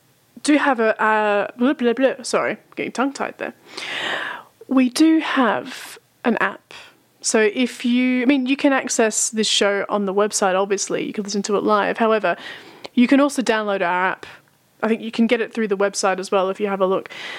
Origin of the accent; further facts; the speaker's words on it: Melbourne, Victoria, Australia; a band from my hometown of Melbourne